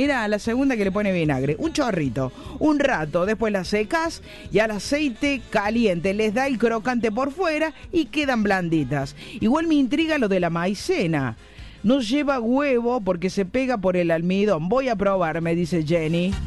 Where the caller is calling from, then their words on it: Benito Juárez, Buenos Aires Province, Argentina; de Benito Juárez, provincia de Buenos Aires.